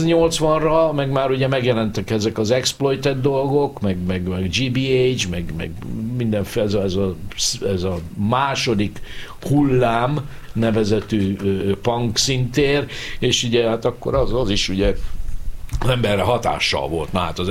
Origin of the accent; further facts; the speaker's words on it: Nyíregyháza, Szabolcs-Szatmár-Bereg, Hungary; also born or lived in Budapest; Az Uzsokiba születtem még annak idején, úgyhogy majd ilyen 4-5 évesen kerültem Nyíregyházára, de ja, hát ott nőttem föl, igen, ott végeztem az iskoláimat